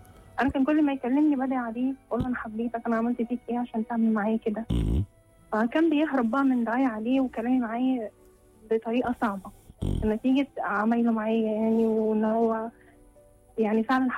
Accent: Cairo, Cairo Governorate, Egypt; انا من القاهرة

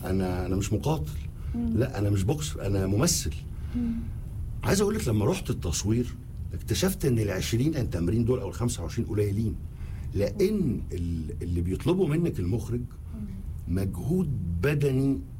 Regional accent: Egypt; انا كفنان مصري

